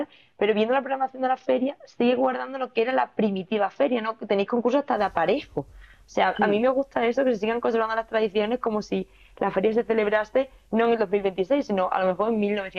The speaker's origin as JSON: {"language": "Spanish", "region": "Extremadura", "country": "Spain", "said": "qué buena gente somos los extremeños"}